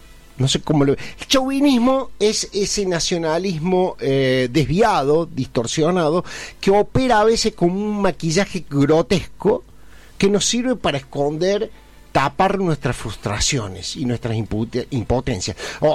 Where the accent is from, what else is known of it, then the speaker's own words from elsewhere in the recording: Argentina; nos vamos identificando poco a poco como argentinos, con lo bueno, lo malo, somos argentinos.